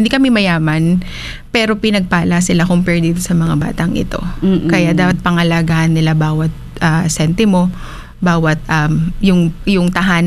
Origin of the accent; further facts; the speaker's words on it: Manila, Metro Manila, Philippines; Manila po.